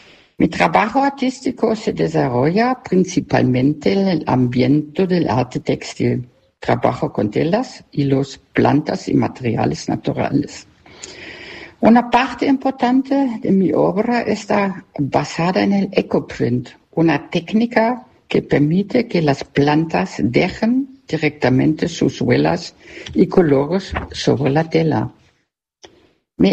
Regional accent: Cologne, North Rhine-Westphalia, Germany; moved away as an adult; now in Cervera del Maestre, Spain; Es próximamente la distancia entre mi ciudad natal, Colonia, en Alemania, y mi vida actual aquí, en la provincia de Castellón.

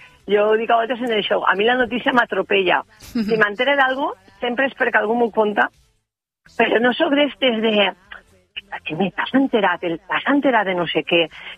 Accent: Albal, Valencian Community, Spain; Com ja sabeu, jo soc d'Albal, de l'Horta Sud de València, i bueno, pues és una paraula que allí no gastem.

